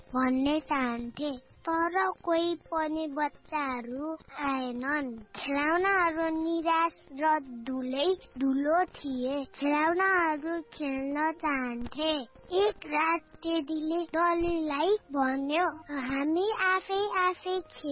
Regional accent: Khairenitar, Gandaki Province, Nepal; म एक कक्षामा पढ्छु मेरो घर खैरेनी तार हो

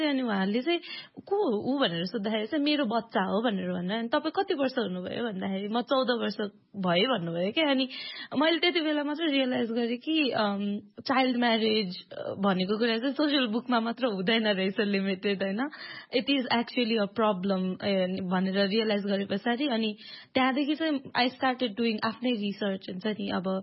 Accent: Kathmandu, Bagmati, Nepal; also born or lived in Morang; म चाहिँ एकदम सेल्टर्ड भएर काठमाडौँमा एकदम सेल्टर्ड भएर हुर्केको हो, होइन? अनि जब म 14 वर्षको थिएँ त्यति बेला चाहिँ आई वेन्ट मेरो गाउँ पूर्व मोरङमा गएँ म बाबासँग

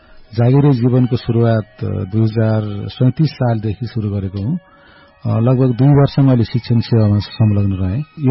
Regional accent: Musikot, Karnali Province, Nepal; मेरो चाहिँ जन्मस्थल रुकुम पश्चिम मुसिकोट नगरपालिका वडा नम्बर 5 हालको सिरीगाउँ भन्ने ठाउँमा

